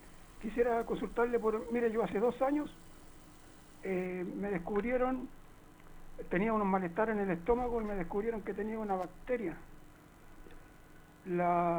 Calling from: Villa Alemana, Valparaíso, Chile; llamo de Villa Alemana.

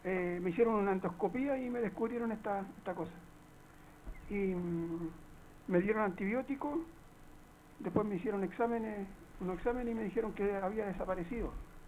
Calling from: Villa Alemana, Valparaíso, Chile; llamo de Villa Alemana.

